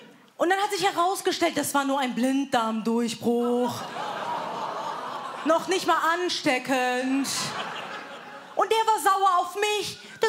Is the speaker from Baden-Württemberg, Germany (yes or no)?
no; Wiesbaden, Hesse, Germany; Da, wo ich herkomme, wird es einfach zugetackert und gut ist. Und damit meine ich nicht Iran, sondern Wiesba